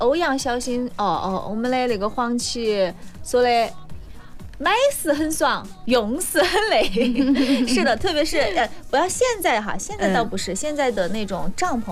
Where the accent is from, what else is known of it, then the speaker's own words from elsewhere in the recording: Qionglai, Sichuan, China; accent: Qionglai dialect; 虽然是穷来也属于成都，但是呢，我们的口音是完全不一样的